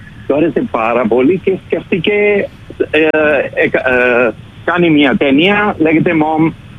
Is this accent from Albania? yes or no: no; India; Greek is a second language; now in Greece; Πάντων να μιλάω ελληνικά, ξέρετε, είμαι ξένος από Ινδία.